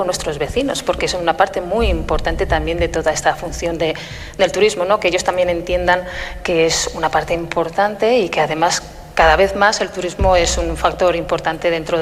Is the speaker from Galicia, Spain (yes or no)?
no; Luesia, Aragon, Spain; Yo soy de aquí de Luesia